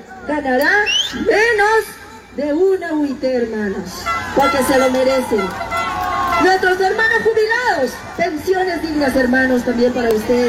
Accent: Peru; pero todos somos peruanos

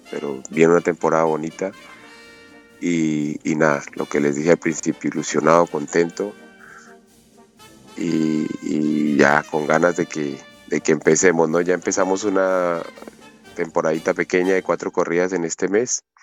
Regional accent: Cali, Valle del Cauca, Colombia; born there; yo soy nacido en Cali

